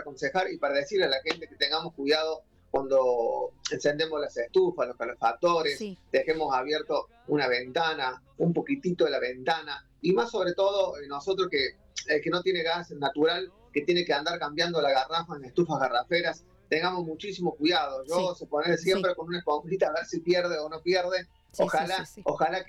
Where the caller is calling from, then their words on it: Ballester, Argentina; a todos los ballesterenses